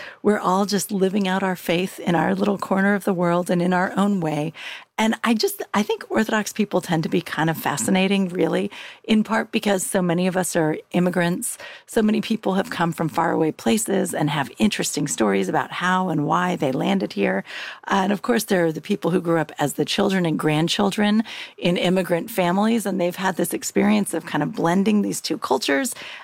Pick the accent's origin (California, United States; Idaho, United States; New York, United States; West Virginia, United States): California, United States; Pope Valley; born or raised there